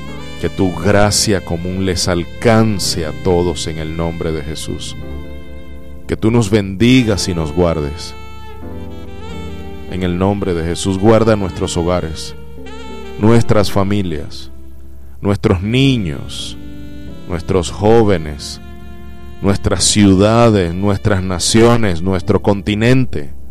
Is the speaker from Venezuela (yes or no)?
yes; Venezuela; como con nacionales, como venezolanos aquí